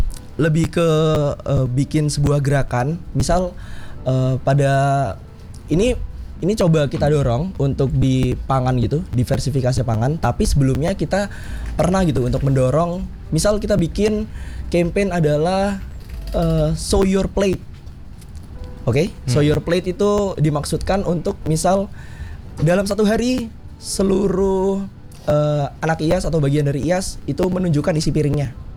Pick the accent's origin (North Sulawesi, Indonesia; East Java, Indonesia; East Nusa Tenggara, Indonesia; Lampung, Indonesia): East Java, Indonesia; Jember; saya dari Jember, Jawa Timur, untungnya mungkin ya terkait pangan lokal ini bagi saya sendiri masih